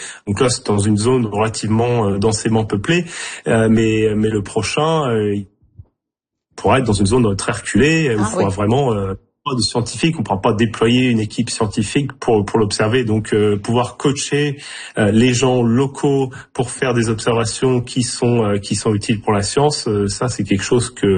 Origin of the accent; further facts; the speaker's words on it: Normandy, France; Et là, je vois que c'est très proche de là d'où je viens, en Normandie.